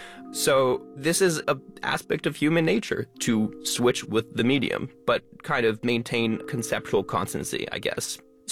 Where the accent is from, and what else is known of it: Albany, New York, United States; born or raised there